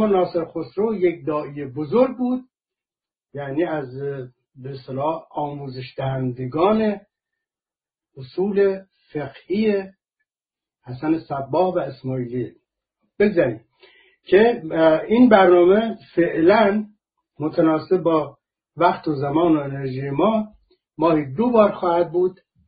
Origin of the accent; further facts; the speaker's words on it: Iran; من شخصا سیلی شخصی خوردم به عنوان یک ایرانی